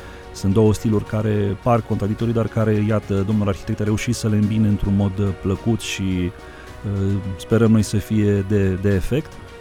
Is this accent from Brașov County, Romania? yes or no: yes; Brașov, Brașov County, Romania; noi ca și brașoveni